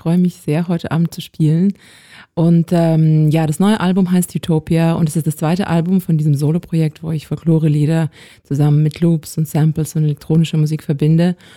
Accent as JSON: {"language": "German", "region": "Kyiv Oblast", "country": "Ukraine", "tie": "born or raised there", "said": "eigentlich um die Geister von den Wäldern und Sümpfen aus dem Norden der Ukraine, aus der Region von Kiew, wo ich aufgewachsen bin."}